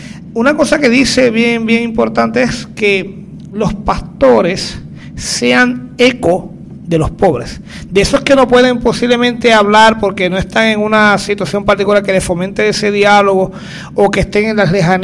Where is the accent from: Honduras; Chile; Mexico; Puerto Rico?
Puerto Rico; Jayuya; moved away; Yo soy de Jayuya